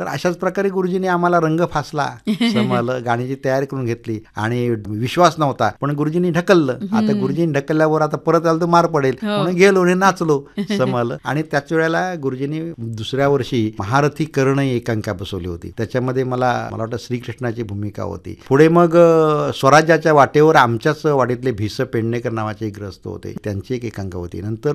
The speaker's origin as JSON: {"language": "Marathi", "region": "Konkan", "country": "India"}